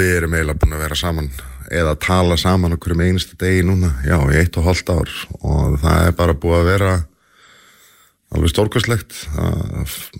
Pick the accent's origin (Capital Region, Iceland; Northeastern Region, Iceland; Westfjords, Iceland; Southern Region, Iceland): Westfjords, Iceland; Flateyri; Þá var ég kokkur á vagninum á Flateyri, ég er frá Flateyri.